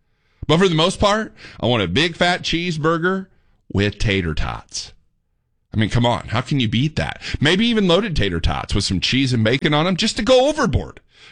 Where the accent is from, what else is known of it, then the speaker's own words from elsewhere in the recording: Indiana, United States; now in Dallas-Fort Worth, United States; I'm from Indiana